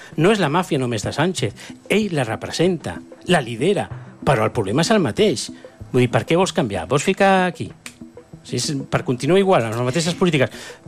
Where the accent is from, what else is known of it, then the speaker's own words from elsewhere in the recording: Catalonia, Spain; perquè jo soc català, dono una miqueta d'envegeta